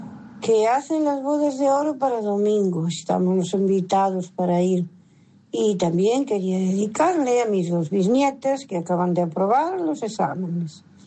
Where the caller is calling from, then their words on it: Pontedeume, Galicia, Spain; de Puente de Eume.